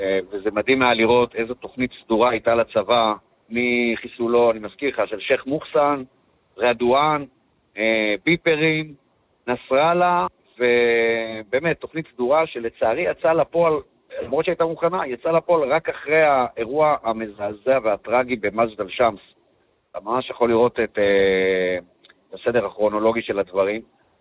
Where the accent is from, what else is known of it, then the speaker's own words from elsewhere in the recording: Northern Israel, Israel; אצלנו בצפון